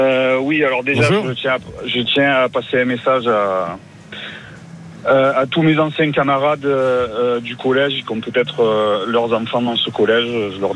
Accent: Aubagne, Provence-Alpes-Côte d'Azur, France; moi, je suis né, j'ai grandi à Aubagne

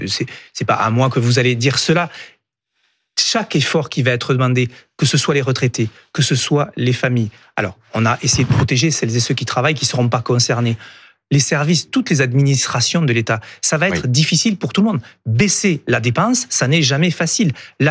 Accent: Occitanie, France; chez moi, en Ariège

